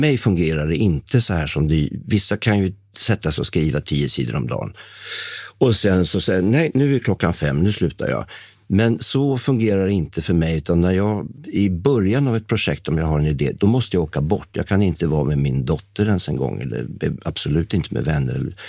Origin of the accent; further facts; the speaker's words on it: Täby, Stockholm County, Sweden; born there; also born or lived in Upplands Väsby; vi flyttade vår familj från Upplands Väsby där jag trivdes till Täby när jag var 8 år.